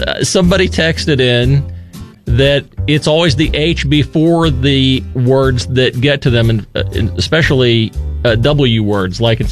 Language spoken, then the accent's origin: English; West Virginia, United States; Well, I grew up in Randolph County, which is middle of the state, I mean, but I guess it has enough of a southern West Virginia influence coming in there, despite the fact that I was not, in fact, a way down south.